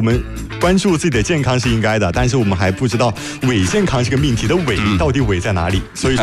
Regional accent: Yichang, Hubei, China; 才能更贴合咱们宜昌人的饮食习惯

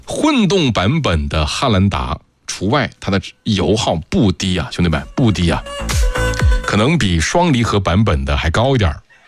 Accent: North China, China; born or raised there

